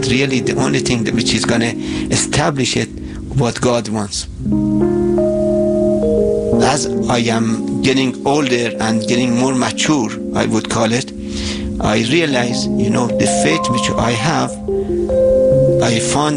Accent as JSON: {"language": "English", "country": "Iran", "second_language": "English", "moved": "yes", "lives_now": "United States", "said": "I'm not from United States, as you notice from my accent. I'm from Iran. On 1979, a lot of Jews, including me, they left Iran to come to the United States"}